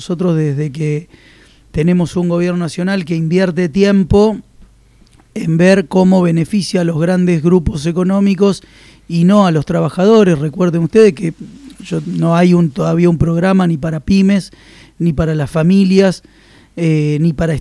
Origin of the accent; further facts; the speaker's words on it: Argentina